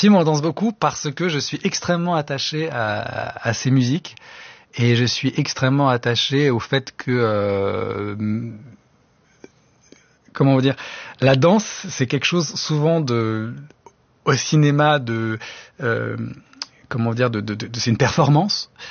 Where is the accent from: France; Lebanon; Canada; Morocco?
Lebanon; Moi, je suis grec du Liban et les rares fois où j'étais au Liban, je vais beaucoup plus en Grèce.